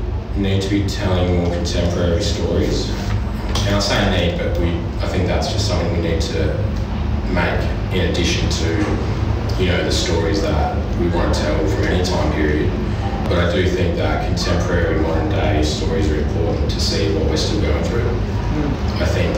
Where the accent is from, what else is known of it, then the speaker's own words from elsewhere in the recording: Kalgoorlie, Western Australia, Australia; moved away as an adult; now in Adelaide, Australia; I grew up on the west coast on Wurundjeri country, Shirley Bay, Sojourner. My mom was Wongatha, so I grew up in Kalgoorlie. Went back and lived on country after school, and then came to Adelaide to study.